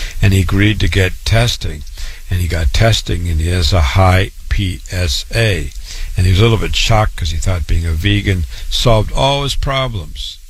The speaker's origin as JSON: {"language": "English", "town": "Waterloo", "region": "Iowa", "country": "United States", "tie": "born or raised there", "said": "born and raised in Waterloo, Iowa, went to public school, university, MD at 25"}